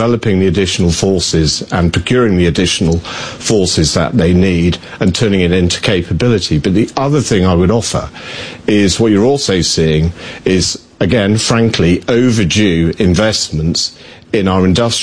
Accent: United Kingdom; The thing I would reflect on, both as a Brit and as a NATO officer

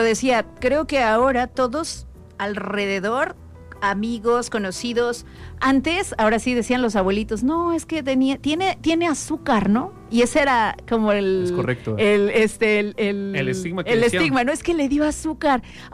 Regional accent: Mexico; Y siempre, como mexicanos, no sé si a ti te pase, le buscamos un justificante.

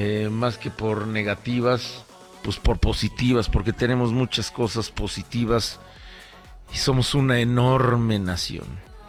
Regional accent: Mexico; soy mexicano

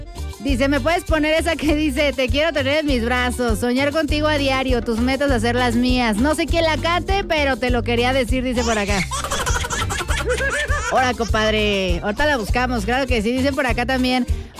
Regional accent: San Juan del Río, Querétaro, Mexico; ¡Hasta San Juan del Río, mis palomazos, mi tierra, como debe de ser!

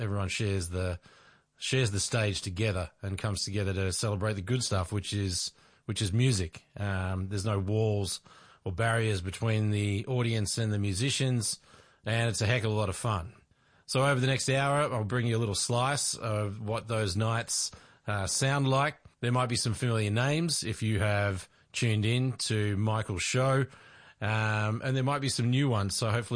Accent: Victoria, Australia; down here in my home state of Victoria.

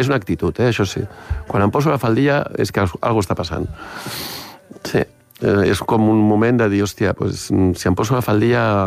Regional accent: Barcelona, Catalonia, Spain; ¿Tú de dónde sales? Pues mire, vengo de Barcelona y tal.

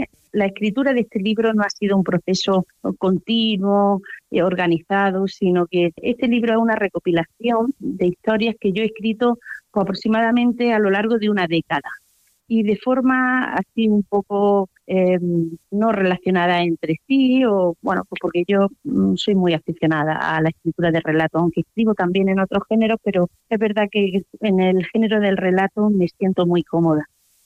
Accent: Alcudia de Guadix, Andalusia, Spain; moved away; Yo soy de Alcudia

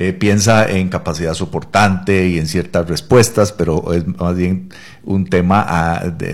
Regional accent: Curridabat, San José, Costa Rica; also born or lived in Guadalupe; yo que soy de Curridabat

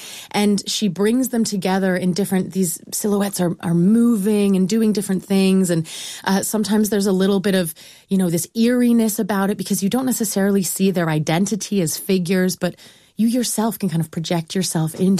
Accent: Seattle, Washington, United States; I'm from Seattle.

